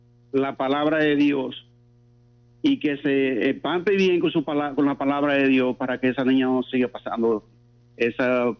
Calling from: Cruce de Esperanza, Dominican Republic; Le estoy llamando de Cruce de Esperanza.

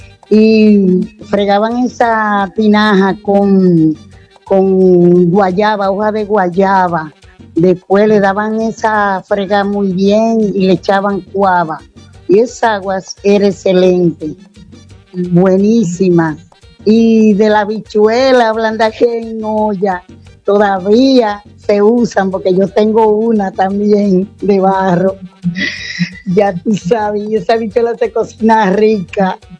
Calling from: La Vega, Dominican Republic; yo soy de allá de La Vega, y como soy vegana

